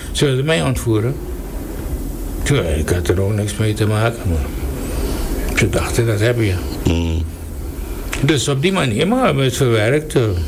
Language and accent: Dutch; Suriname; toen ze begrepen dat we uit Suriname kwamen